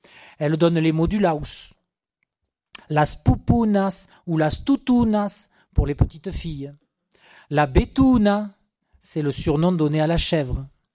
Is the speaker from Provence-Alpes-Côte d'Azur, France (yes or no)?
yes; Castellane, Provence-Alpes-Côte d'Azur, France; même chez moi à Castellane, la mésange c'est lou pit abeillon.